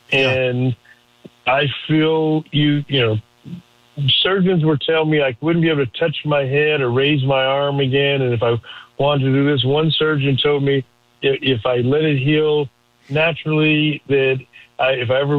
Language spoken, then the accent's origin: English; Chicago, Illinois, United States; I think now from my hometown, I know Chicago.